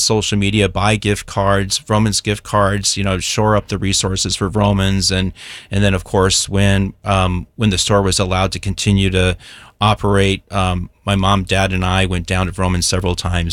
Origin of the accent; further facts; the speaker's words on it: Pasadena, California, United States; also born or lived in Eagle Rock, Los Angeles / Hacienda Heights; I was born in Pasadena, over at Huntington Hospital, and lived in Eagle Rock and also in the San Gabriel Valley in Hacienda Heights.